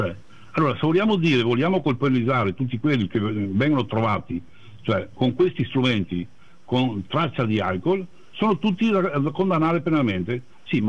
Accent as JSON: {"language": "Italian", "region": "Veneto", "country": "Italy", "said": "siamo veneti"}